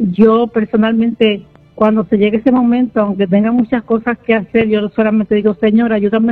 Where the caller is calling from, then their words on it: Bayamón, Puerto Rico; Desde Bayamón Garden.